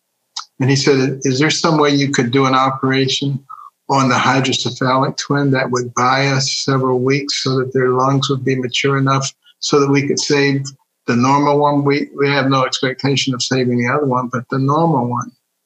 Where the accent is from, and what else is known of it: Detroit, Michigan, United States; born there; moved away; also born or lived in Boston, Massachusetts / New Haven, Connecticut / Ann Arbor, Michigan / Baltimore, Maryland